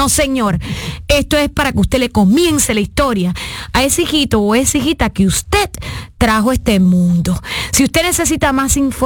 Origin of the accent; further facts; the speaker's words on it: Cuba; Una vez más, soy una cubana de corazón internacional, pero estos traumas de niña jamás se me olvidarán.